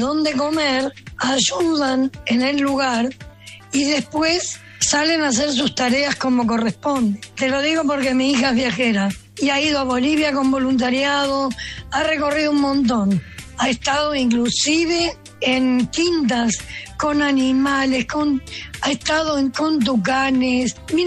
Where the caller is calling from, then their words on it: Caseros, Buenos Aires Province, Argentina; de Caseros